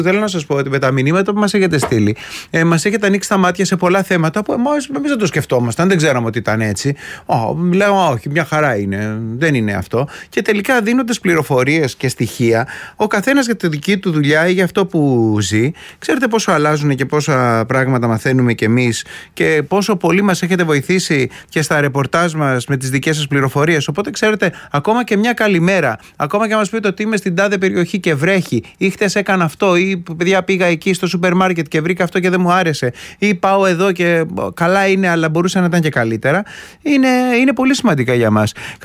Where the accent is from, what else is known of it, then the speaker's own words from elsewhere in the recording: Attica, Greece; γιατί εγώ είμαι και λίγο από τα Μεσόγεια και ξέρετε κάτι, όταν μπαίνω σε ένα σπίτι και πάω και ένα γλυκό, θέλω να με κεράσω και κάτι.